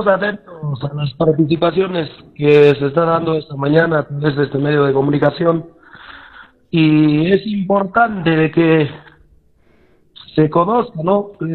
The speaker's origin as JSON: {"language": "Spanish", "area": "Capacmarca district, Chumbivilcas", "region": "Cusco", "country": "Peru", "said": "soy del distrito de Capajmarca"}